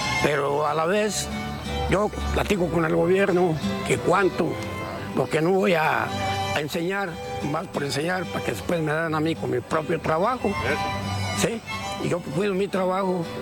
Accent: Quiroga, Michoacán, Mexico; De aquí, de Quiroga, de aquí del barco y del Calvario.

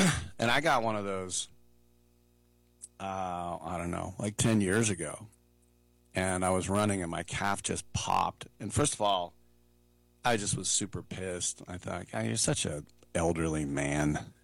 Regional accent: California, United States; as a Californian

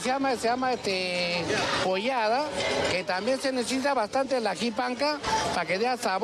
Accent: Huancayo, Junín, Peru; De mi tierra, de Huancayo, papá, directamente de Zapayanga.

